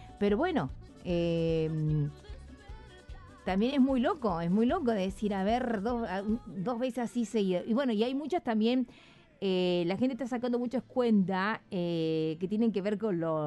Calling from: Las Rosas, Santa Fe, Argentina; de las Rosas, Santa Fe.

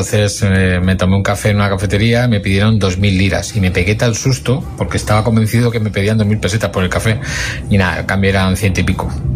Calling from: Madrid, Community of Madrid, Spain; Hola, buenas. … de Madrid.

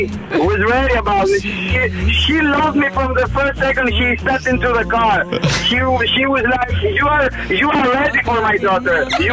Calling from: Athens, Attica, Greece; I'm from Athens, Greece.

